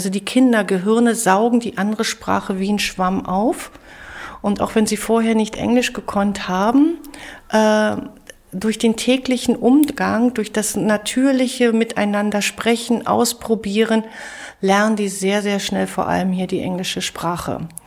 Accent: Germany; also born or lived in South Africa; So, ich kenne das, wie man ist als Deutscher im Ausland.

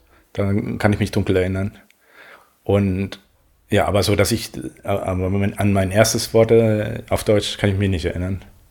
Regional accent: Venezuela; moved away; Ich bin in Venezuela aufgewachsen, meine Mutter ist Deutsche, die ist mit meinem Vater vor vielen Jahren hin nach Venezuela, dort bin ich geboren.

